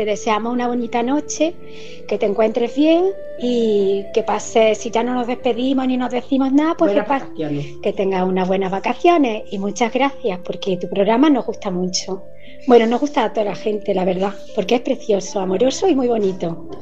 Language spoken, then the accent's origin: Spanish; Santisteban del Puerto, Andalusia, Spain; moved away; hoy he venido a mi pueblo, a Santo Esteban del Puerto, porque yo soy de aquí.